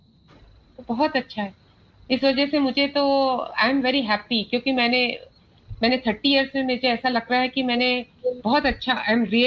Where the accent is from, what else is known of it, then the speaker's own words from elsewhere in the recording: Raipur, Chhattisgarh, India; मैं छत्तीसगढ़ रायपुर से हूँ, तो वहाँ पे PMT एग्ज़ाम होती है मेडिसिन के लिए।